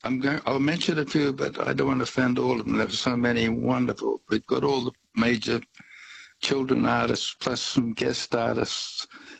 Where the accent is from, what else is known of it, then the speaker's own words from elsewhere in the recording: Australia; born there; also born or lived in England; I was born in Australia, of course, but I lived overseas and worked overseas, and I started my music career with a small C in England, and then I came back